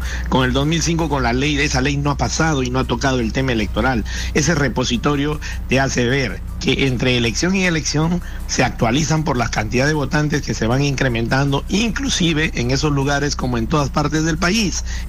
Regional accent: Iquitos, Loreto, Peru; moved away; visitar mi tierra en Iquitos

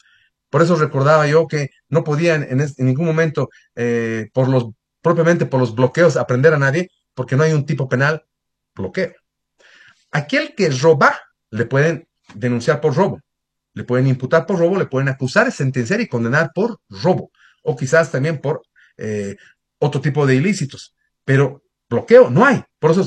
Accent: Bolivia; Nosotros, los que somos de la Bolivia profunda, de la patria

